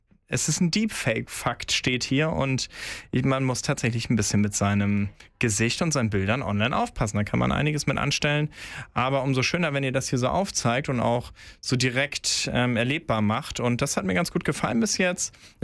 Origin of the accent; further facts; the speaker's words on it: Brunsbüttel, Schleswig-Holstein, Germany; Als gebürtiger Brunsbüttler